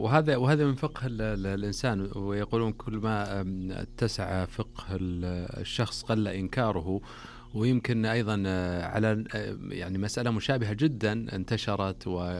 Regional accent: Saudi Arabia; عندنا هنا في المملكة العربية السعودية

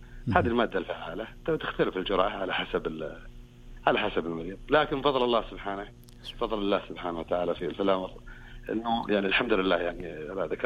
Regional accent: Bisha, Asir, Saudi Arabia; والله طال عمرك من بيشة.

